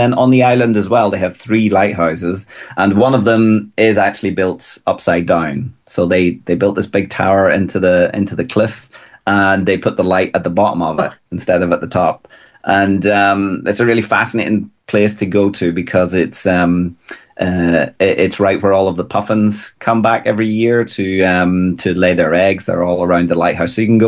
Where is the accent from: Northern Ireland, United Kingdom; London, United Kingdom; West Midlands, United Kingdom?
Northern Ireland, United Kingdom; Ballycastle; moved away; So I come from Ballycastle up on the North Antrim coast